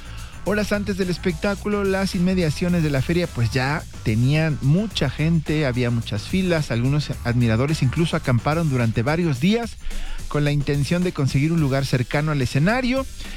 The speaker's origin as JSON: {"language": "Spanish", "region": "San Luis Potosí", "country": "Mexico", "tie": "born there", "said": "se presentó el día de ayer mi pueblo, mi ciudad que me vio nacer"}